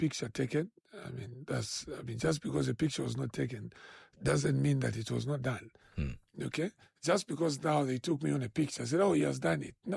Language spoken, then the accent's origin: English; Lusaka, Lusaka Province, Zambia; I grew up in Chawama. I'm the son of Chawama.